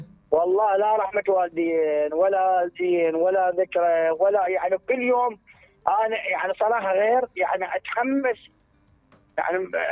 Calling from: Karbala, Karbala Governorate, Iraq; من كربلاء.

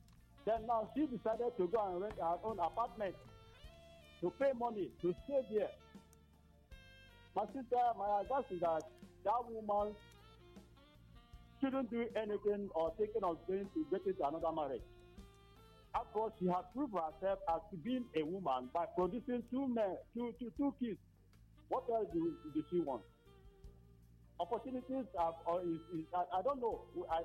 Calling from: Ebonyi, Nigeria; I'm calling from Kwagminsu in Ebonyi State.

